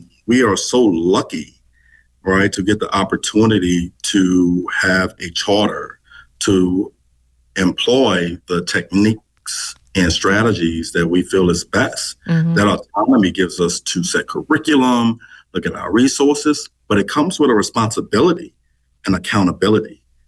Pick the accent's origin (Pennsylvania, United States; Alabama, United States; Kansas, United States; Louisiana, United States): Louisiana, United States; New Orleans; also born or lived in Lafayette, Louisiana; I grew up in Hallport in our city